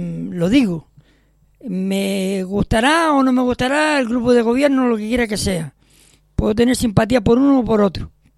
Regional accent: Vega de San Mateo, Canary Islands, Spain; yo soy de San Mateo.

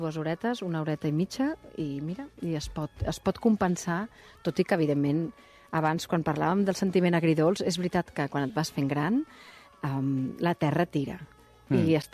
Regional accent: Catalonia, Spain; com a actriu catalana i espanyola tinc més feina aquí a Catalunya i a Espanya que no pas a Anglaterra.

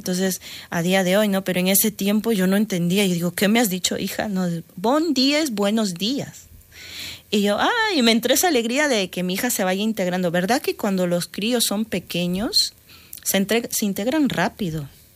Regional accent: Paraguay; Mira, yo soy me acuerdo bien claro, Paraguay, uno de Ecuador y la otra también creo que era de Ecuador. Éramos tres, cuatro latinos y el resto eran de aquí, ¿no?

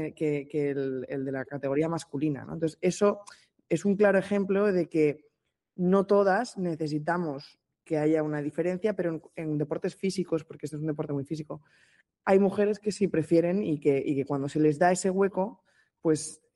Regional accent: Madrid, Community of Madrid, Spain; aunque soy de Madrid, me siento mucho más mediterránea que otra cosa

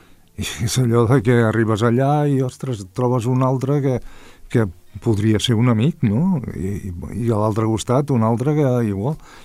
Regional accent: Barcelona, Catalonia, Spain; moved away as an adult; now in Sant Just Desvern, Spain; jo sóc de la Sagrada Família.

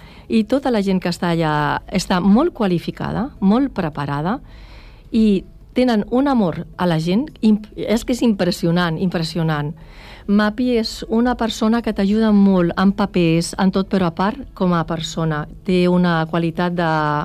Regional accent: Calafell, Catalonia, Spain; now in Santa Oliva, Spain; Jo sóc de Calafell, bueno, ara estic vivint a Santa Oliva, uh-huh, però jo sóc família d'aquí, de Calafell.

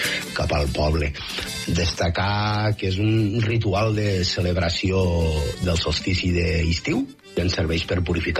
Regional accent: Taüll, Catalonia, Spain

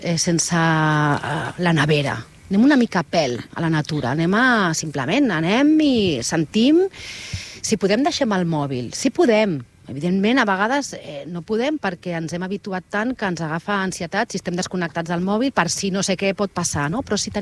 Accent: Altafulla, Catalonia, Spain; also born or lived in Barcelona; Però jo parlo de com altafullenca o com a barcelonina a Finca d'Altafulla

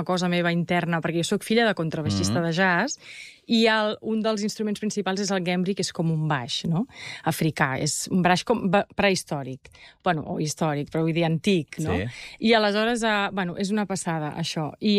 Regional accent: Catalonia, Spain; jo he crescut molt a l'Empordà

